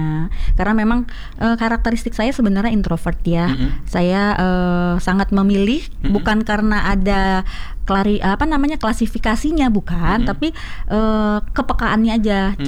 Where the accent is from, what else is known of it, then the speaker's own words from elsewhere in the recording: Aceh, Indonesia; also born or lived in North Sumatra; Karena saya sendiri adalah terlahir dari kota Sumatera Utara dan kampung halaman saya di Aceh gitu.